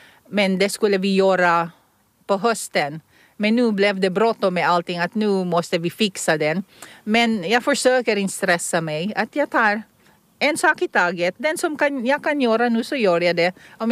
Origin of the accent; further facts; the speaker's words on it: Philippines; first language Tagalog; Swedish is a second language; Lollo betyder morfar eller farfar i mitt språk som är Tagalog. Jag kommer från Filippinerna.